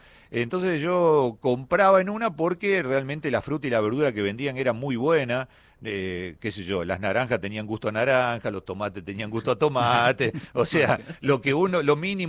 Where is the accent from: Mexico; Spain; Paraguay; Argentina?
Argentina; Santa Fe; born there; en el pueblo donde yo nací, en la provincia de Santa Fe, había un supermercado que pertenecía a una cadena de supermercados de allí de Santa Fe y Córdoba